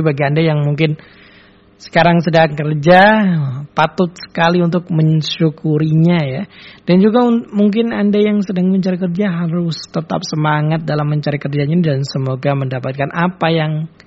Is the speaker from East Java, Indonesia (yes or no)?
yes; Balung, East Java, Indonesia; bahkan di daerah saya khususnya di Balung sana, banyak yang menggunakan ya sepeda listrik